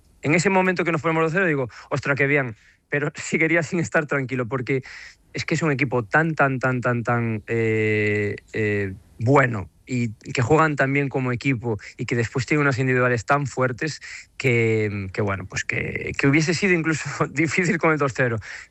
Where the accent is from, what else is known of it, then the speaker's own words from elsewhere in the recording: Galicia, Spain; moved away as an adult; also born or lived in Greece / Udine, Italy; now in Istanbul, Turkey; la vida pues me ha llevado por diferentes países como buen gallego, y estoy ahora aquí por quinta temporada consecutiva en Estambul